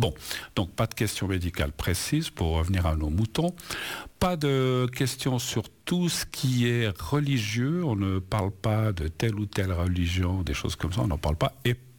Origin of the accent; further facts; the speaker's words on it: Spain; C'est le cas, alors, jusqu'à présent, de l'Espagne, de mon pays d'origine, l'Espagne